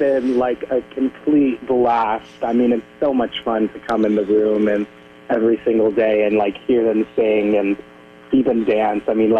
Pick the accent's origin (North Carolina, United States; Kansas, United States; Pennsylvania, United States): North Carolina, United States; Asheville; I grew up in and around the Asheville area, doing theater in and around Asheville, primarily as an actor.